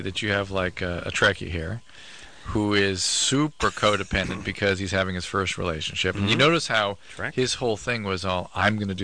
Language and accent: English; Denver, Colorado, United States